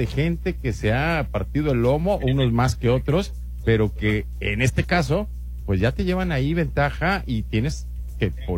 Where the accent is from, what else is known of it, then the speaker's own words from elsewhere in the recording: Mexico; now in Spain; como mexicanos también estamos acostumbrados y tenemos por cultura el dejar una gratificación.